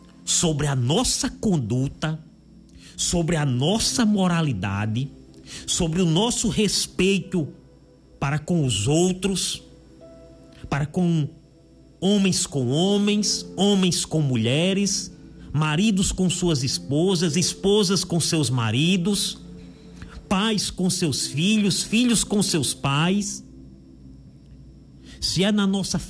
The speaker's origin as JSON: {"language": "Portuguese", "town": "Acari", "region": "Rio Grande do Norte", "country": "Brazil", "tie": "born there", "said": "ali na região do Seridó, da onde eu nasci, ali em Acari"}